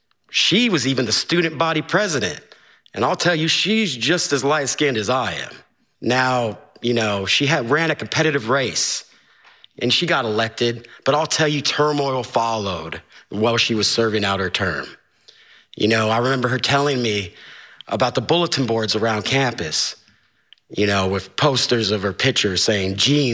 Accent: Topeka, Kansas, United States; moved away as an adult; now in Los Angeles, United States; I spent my first 17 years in Topeka in the city.

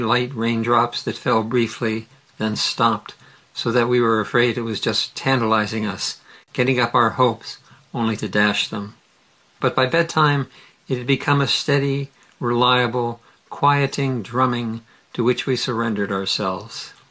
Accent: Mid-Ohio Valley, United States; I grew up in the Mid-Ohio Valley

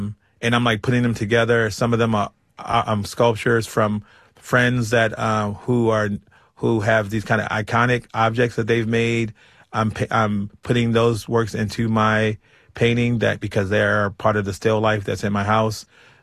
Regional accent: Baltimore, Maryland, United States; it was not really necessarily my experience completely growing up in Baltimore

